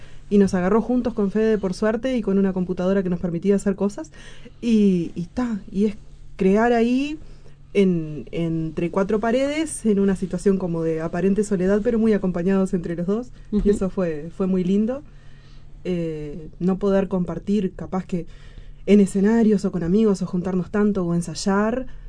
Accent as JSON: {"language": "Spanish", "region": "Tacuarembó", "country": "Uruguay", "said": "Somos todos de Tacuarembó."}